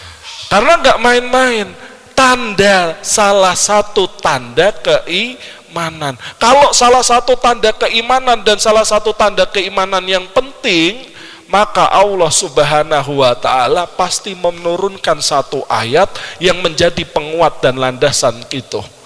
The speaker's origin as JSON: {"language": "Indonesian", "town": "Surakarta", "region": "Central Java", "country": "Indonesia", "said": "ya, kira-kira kita orang Solo, ya, lebih hafal keutamaan orang Betawi apa orang Jawa, Pak?"}